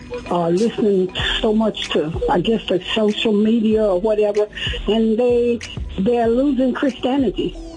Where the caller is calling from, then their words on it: Columbus, Ohio, United States; I'm calling from Columbus, Ohio.